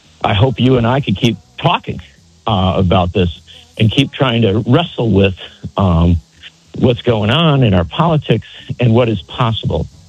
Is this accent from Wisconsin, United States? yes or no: yes; Wisconsin, United States; Michigan and Wisconsin, my home state